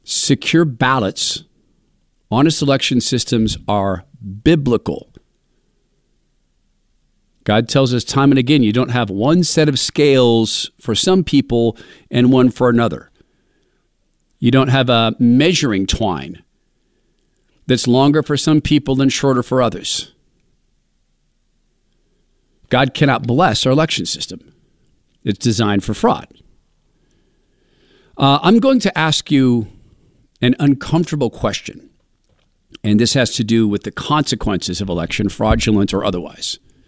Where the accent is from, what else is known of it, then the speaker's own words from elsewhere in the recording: Indiana, United States; And that's in my home state of Indiana, St. Joseph County.